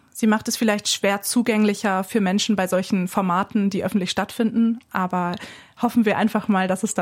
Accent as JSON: {"language": "German", "town": "Achim", "region": "Lower Saxony", "country": "Germany", "tie": "born or raised there", "said": "die Erinnerung vor allem an meine Schule in Achim ist definitiv mein Zuhause, meine Heimat"}